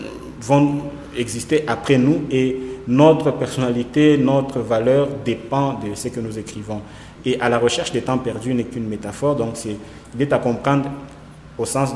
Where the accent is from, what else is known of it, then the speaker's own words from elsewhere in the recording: Kolwezi, Lualaba, DR Congo; moved away as an adult; now in Lubumbashi, Democratic Republic of the Congo; Et donc, je suis né à Kolwezi, j'ai grandi à Kolwezi. Et puis, en 2014, j'ai quitté Kolwezi, la laissant au statut de ville. Et je suis venu à Lubumbashi étudier